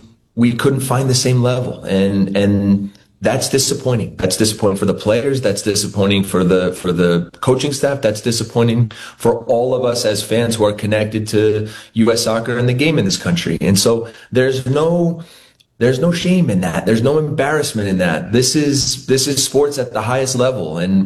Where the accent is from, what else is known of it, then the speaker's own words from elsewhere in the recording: Princeton, New Jersey, United States; born there; I was born in Princeton, New Jersey. My dad was head coach at Princeton University at that time.